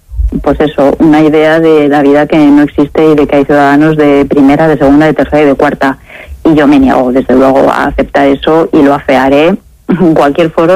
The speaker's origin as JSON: {"language": "Spanish", "country": "Spain", "said": "yo soy española, quiero ciudadanos iguales"}